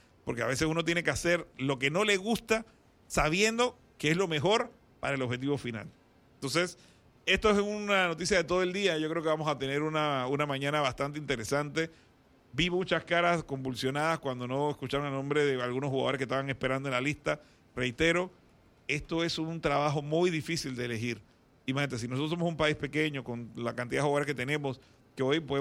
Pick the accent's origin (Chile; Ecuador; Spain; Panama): Panama